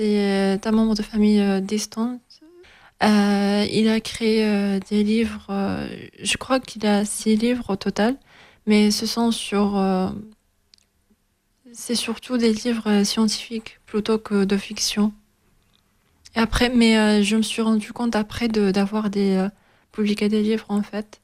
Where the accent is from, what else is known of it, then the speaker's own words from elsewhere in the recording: Tarragona, Catalonia, Spain; French is a second language; je suis née en Tarragone en 2001. Et après, là-bas, j'ai fait des études dans un village qui s'appelle El Morell.